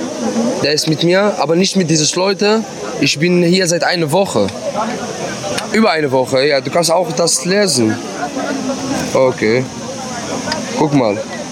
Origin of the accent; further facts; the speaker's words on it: Gaza Strip, Palestine; German is a second language; now in Germany; Ja, ich bin Palästinenser. Ich komme aus Gazastreifen, ja.